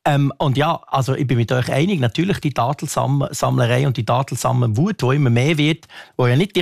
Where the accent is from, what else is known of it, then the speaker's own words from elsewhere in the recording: Switzerland; das wäre eine ganz schlechte Aussage hier als Schweizer Bürger.